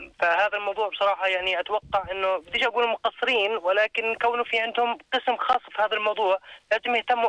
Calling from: Irbid, Irbid Governorate, Jordan; كونه أنا من إربد فأنا برضو كمان في إربد يعني.

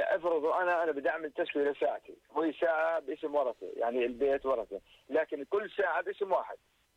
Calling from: Zarqa, Zarqa Governorate, Jordan

